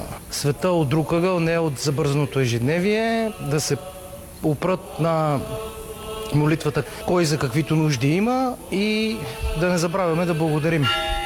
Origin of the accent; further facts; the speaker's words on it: Sandanski, Blagoevgrad Province, Bulgaria; born there; moved away as an adult; now in Lesnitsa, Bulgaria; Аз живея тук от 15 години. По принцип съм роден съм в Сандански, но закупих си тук имот и живея тук от 15 години. Така че мога смело да кажа, вече съм от тук.